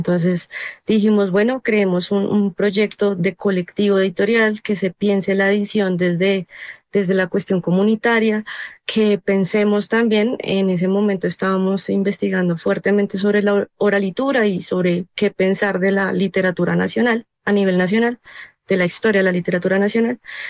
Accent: Bogotá, Colombia; yo soy de Suba y la mayoría de las personas que conformamos la editorial, pues somos de SUBA.

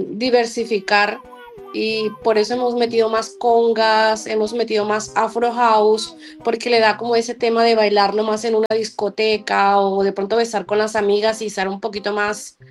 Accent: Cartagena, Bolívar, Colombia; yo soy cartagenera, amo el mar

